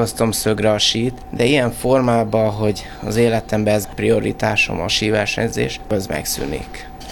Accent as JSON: {"language": "Hungarian", "country": "Hungary"}